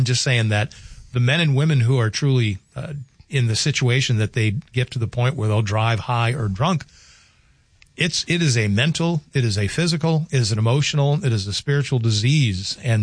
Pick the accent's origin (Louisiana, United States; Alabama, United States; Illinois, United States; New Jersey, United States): Louisiana, United States; recognize my home state of Louisiana, very similar to North Dakota in the same way.